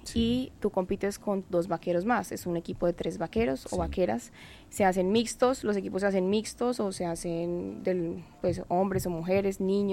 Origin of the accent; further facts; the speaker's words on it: Llanos Orientales, Colombia; Y esto es lo que lo representa a uno como llanero, entonces siempre lo cargo conmigo.